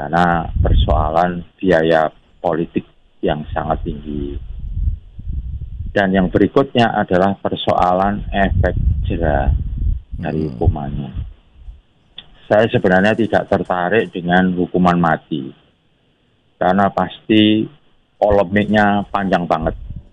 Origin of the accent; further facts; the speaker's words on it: Sidoarjo, East Java, Indonesia; Ini saya ini kan dari Sidoarjo nih, Jawa Timur.